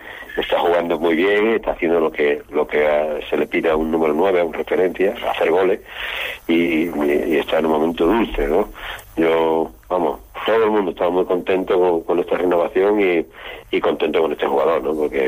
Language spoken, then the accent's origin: Spanish; Málaga, Andalusia, Spain; los que nos gusta el fútbol formativo y somos de Málaga, pues conocemos bien todo lo que ha salido de la cantera de Málaga.